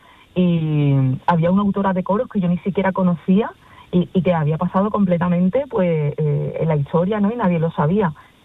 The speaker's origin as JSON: {"language": "Spanish", "town": "Cádiz", "region": "Andalusia", "country": "Spain", "said": "yo soy de Cádiz, soy de La Viña."}